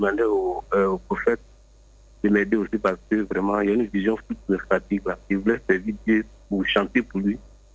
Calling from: Oumé, Gôh-Djiboua, Côte d’Ivoire; J'appelle de Oumé, département de Oumé.

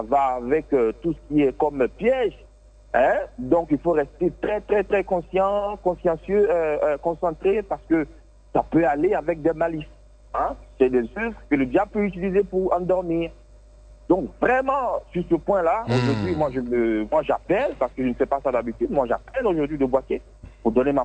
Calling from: Bouaké, Vallée du Bandama, Côte d’Ivoire; j'appelle de Boaké.

